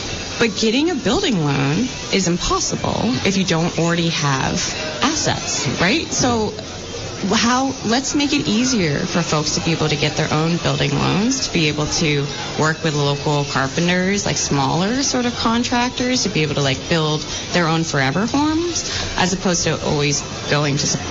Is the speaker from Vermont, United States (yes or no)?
yes; Vermont, United States; I think it's sort of coming from growing up in Vermont, a unique political ideology